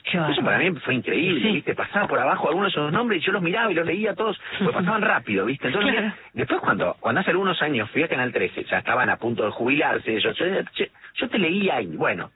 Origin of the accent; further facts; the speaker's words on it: Rafaela, Santa Fe, Argentina; also born or lived in La Plata; Yo soy de Rafaela, digo, ¿viste? Aun cuando no haya nacido en Rafaela.